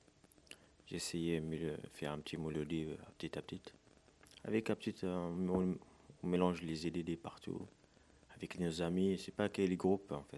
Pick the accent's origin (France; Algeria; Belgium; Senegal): Algeria; Tamanrasset, Tamanrasset Province; On a grandi dans la même ville, on a appris la même école, on a toujours s'amé depuis l'âge de 13 ou 12.